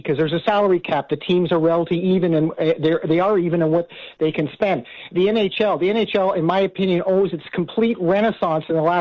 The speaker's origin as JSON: {"language": "English", "town": "Chicago", "region": "Illinois", "country": "United States", "said": "First of all, I'm not from here. I'm from the Chicago area"}